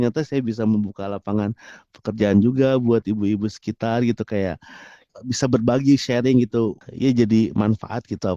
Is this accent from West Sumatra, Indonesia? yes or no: no; Bandung, West Java, Indonesia; now in Yogyakarta, Indonesia; saya lahir di Bandung. Kebetulan asli orang Bandung, tapi sekarang tinggal di Yogyakarta.